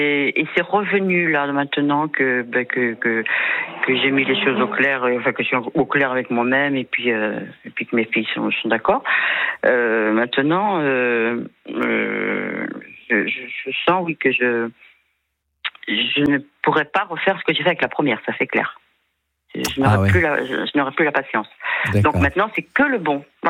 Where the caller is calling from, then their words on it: Occitanie, France; moi je suis en Ariège